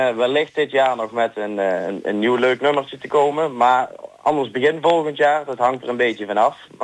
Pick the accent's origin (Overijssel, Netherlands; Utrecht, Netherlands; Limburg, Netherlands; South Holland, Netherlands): Limburg, Netherlands; accent: Limburg; moved away as an adult; now in Belgium; ik heb altijd in Limburg gewoond. Je hoort het ook wel een beetje aan mijn accentje natuurlijk.